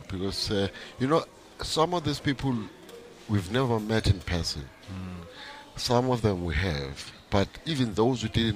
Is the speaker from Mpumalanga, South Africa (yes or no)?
yes; Barberton, Mpumalanga, South Africa; also born or lived in Durban; I mean, when I was growing up in Barberton, I didn't play trumpet at all.